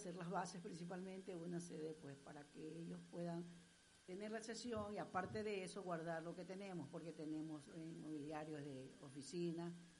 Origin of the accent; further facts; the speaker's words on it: Ecuador; Somos bien ecuatorianos